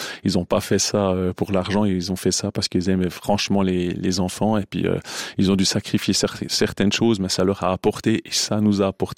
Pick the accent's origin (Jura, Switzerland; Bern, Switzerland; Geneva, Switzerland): Jura, Switzerland; Courtemaîche; Ouais, hein. Je viens de Courtemèche.